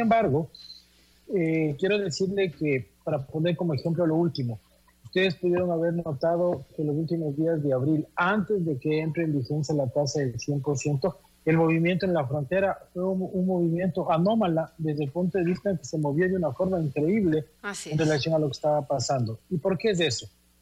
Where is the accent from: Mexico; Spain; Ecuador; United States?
Ecuador; soy ecuatoriano